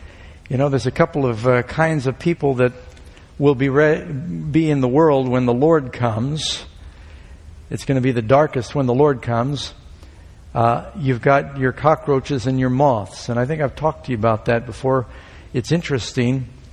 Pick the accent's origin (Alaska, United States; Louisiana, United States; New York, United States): New York, United States; New York City; moved away; I remember growing up in New York City